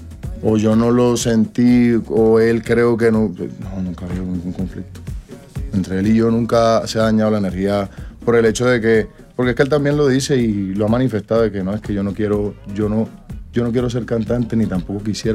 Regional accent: Colombia; yo soy colombiano, yo soy de aquí.

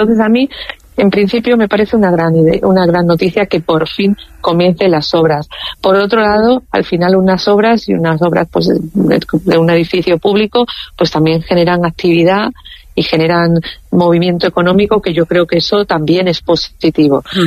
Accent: Spain; no podemos olvidar que los españoles, que España, somos también latinos.

